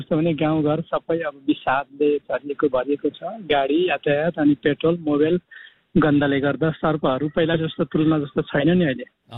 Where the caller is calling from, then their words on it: Mangalbare, Koshi Province, Nepal; अहिले म जहाँ छु मङ्गलबारे भए ठाउँमा चाहिँ 40 डिग्री सेल्सियसभन्दा माथि तातो छ।